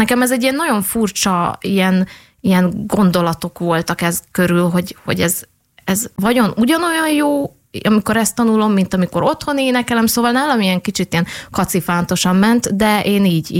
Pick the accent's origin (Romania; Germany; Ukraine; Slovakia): Romania; Transylvania; also born or lived in Hungary; Én erdélyi vagyok, és igazából én így beleszülettem ebbe a népzenei világba, vagy hogy én így először így otthoni környezetbe kezdtem el így népdalokat tanulni, és Magyarországra jártam általános iskolába